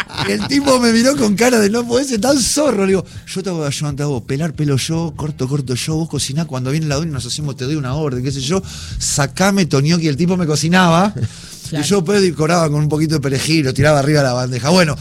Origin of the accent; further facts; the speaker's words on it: Buenos Aires, Argentina; born there; todo lo que nacimos en Palermo.